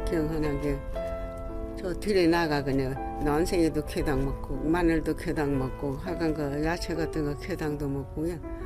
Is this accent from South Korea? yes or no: yes; Haengwon, Jeju, South Korea; born there; also born or lived in Japan; 여기서 태어나진 아니고요. 저 우리 옛날엔 행원서 태어나고 일본 갔다고 안에 여기 안에 12살부터 여기 안 그냥 쭉 살았어요.